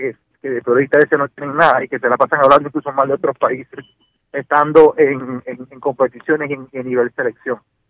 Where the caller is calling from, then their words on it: Central America, Panama; nosotros como centroamericanos